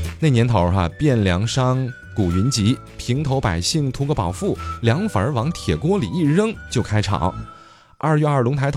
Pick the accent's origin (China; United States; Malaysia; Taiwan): China; Hebei; 你比如说我作为北方人，我虽然是河北人，但是我最喜欢吃的呢是开封炒凉粉儿。